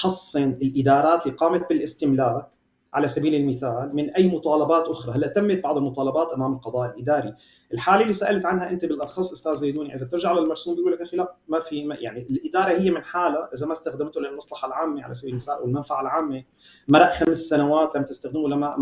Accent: Syria; نحن كسوريين

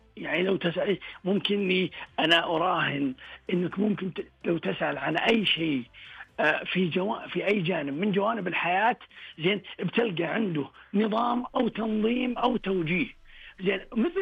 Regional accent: Saudi Arabia; عندنا في المملكة العربية السعودية

